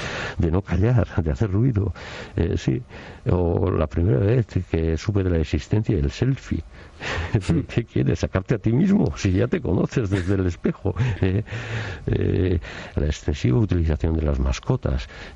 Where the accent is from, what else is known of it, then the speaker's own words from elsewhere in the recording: Zarautz, Basque Country, Spain; Sí, soy de Zarauz.